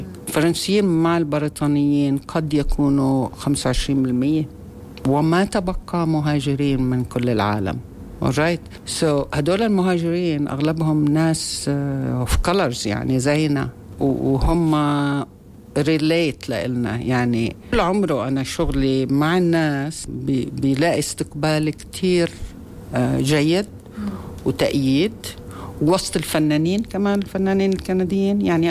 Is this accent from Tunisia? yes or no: no; Palestine; يعني أنا فلسطينية، الإسرائيليين طخوني ورايحة أعمل بحث